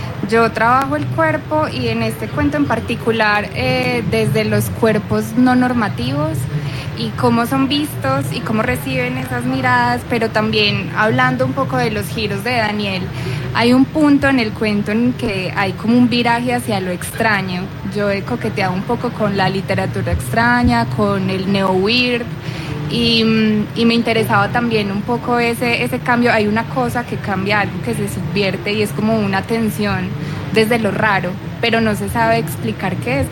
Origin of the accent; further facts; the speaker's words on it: Manizales, Caldas, Colombia; en Manizales, que es de donde yo soy